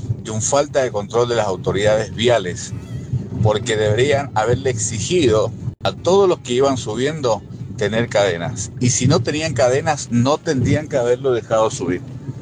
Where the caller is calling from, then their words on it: Luján de Cuyo, Mendoza, Argentina; Luján de Cuyo